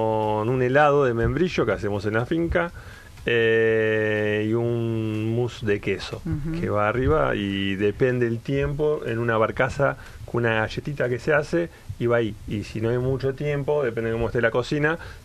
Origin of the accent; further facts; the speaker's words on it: Argentina; somos argentinos